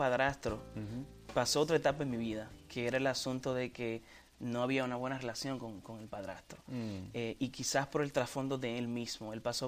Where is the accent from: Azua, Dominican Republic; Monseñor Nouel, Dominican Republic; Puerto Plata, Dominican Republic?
Puerto Plata, Dominican Republic; Luperón; born there; soy dominicano, nací en Luperón, Puerto Plata, el país del merengue y del mangú.